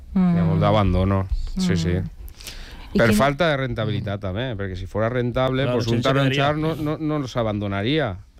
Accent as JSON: {"language": "Catalan", "town": "Meliana", "region": "Valencian Community", "country": "Spain", "said": "Jo que sóc de Meliana"}